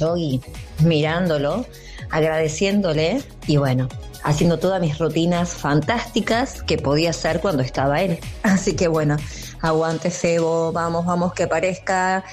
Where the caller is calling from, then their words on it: Buenos Aires, Argentina; de Floresta.